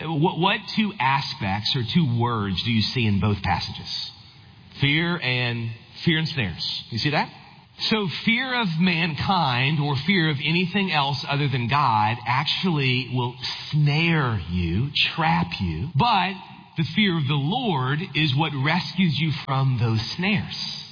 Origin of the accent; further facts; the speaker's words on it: Louisiana, United States; I grew up in South Louisiana, in a bayou right by our house